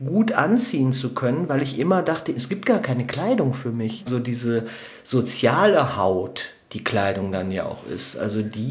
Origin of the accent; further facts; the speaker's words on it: Duisburg, North Rhine-Westphalia, Germany; Also ich bin als Säugling, bin ich ins Ruhrgebiet gekommen und da war es wirklich noch das volle Ruhrgebiet, die volle Dröhnung, also der volle Ruß, der volle Industriehimmel.